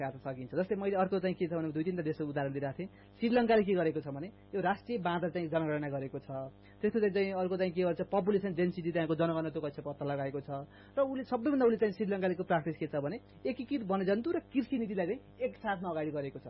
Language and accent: Nepali; Karnali Province, Nepal; म एउटा कृषि पढेको छु मेरो घर कर्णाली हो